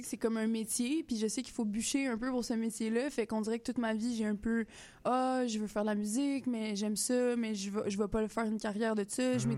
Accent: Montreal, Quebec, Canada; also born or lived in Gaspé; moi, je suis née à Gaspé, mais j'ai fait mon primaire et mon secondaire à Montréal.

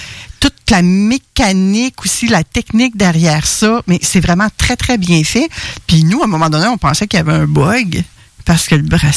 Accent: Quebec, Canada; en tant que Québécois

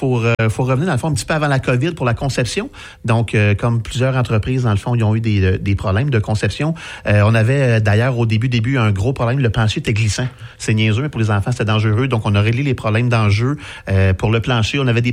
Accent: Saint-Hyacinthe, Quebec, Canada; moved away as an adult; Puis je viens de la région de Saint-Hyacinthe, moi. Fait que je revenais un petit peu par chez moi.

